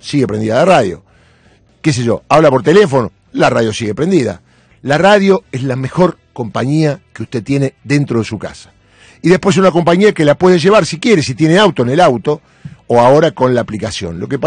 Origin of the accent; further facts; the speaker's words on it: Argentina; Entonces, cuando dicen yankee, gone home, desde siempre. Nos criamos así en la Argentina.